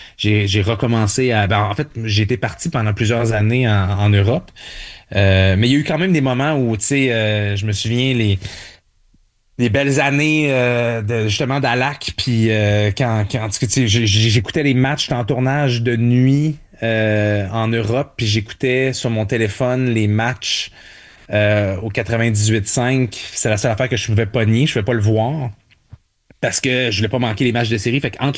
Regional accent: Montreal, Quebec, Canada; born there; Ben moi, je suis né à Montréal, fait que j'étais un peu brainwashed.

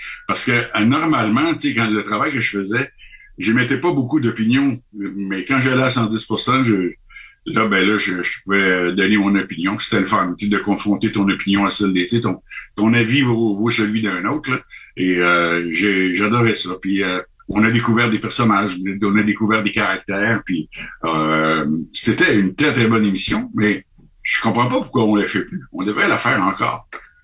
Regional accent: Canada; moi, je suis du Canada, je suis ici de passage

